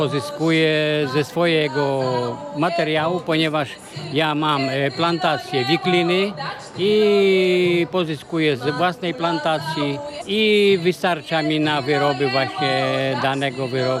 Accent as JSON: {"language": "Polish", "town": "Lucimia", "region": "Masovian Voivodeship", "country": "Poland", "said": "pochodzę z Lucimi, województwo mazowieckie."}